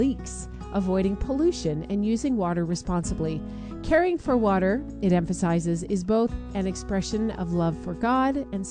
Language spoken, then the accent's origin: English; Redmond, Oregon, United States; born there; I was born in Redmond, Oregon.